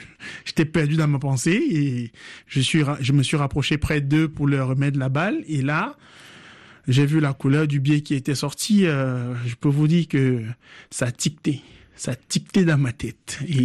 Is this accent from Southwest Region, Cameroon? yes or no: no; Yaoundé, Centre, Cameroon; born or raised there; moved away